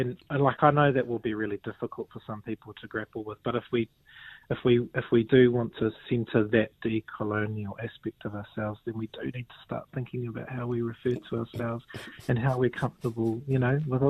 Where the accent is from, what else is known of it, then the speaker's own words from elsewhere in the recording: New Zealand; Oh, I'm from New Zealand.